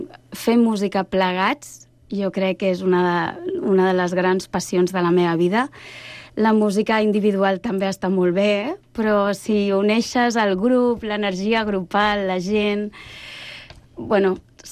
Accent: Sant Cugat del Vallès, Catalonia, Spain; also born or lived in Terrassa; vivien aquí, els meus pares van néixer aquí i és la meva infantesa, és les il·lusions i la meva memòria històrica.

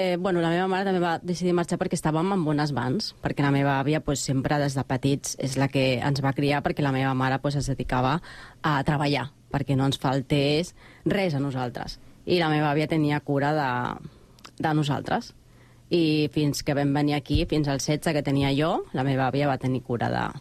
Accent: Guayas, Ecuador; now in Spain; bon dia. Bueno, jo sóc de l'Equador, concretament de Guayaquil, un poble que està a 2 hores, per dir-ho així. Bueno, el meu poble és petit, és pobre

